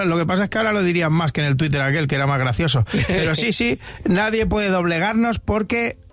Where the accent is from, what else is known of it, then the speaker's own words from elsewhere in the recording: Spain; Soy española, ¿qué quieres que te gane?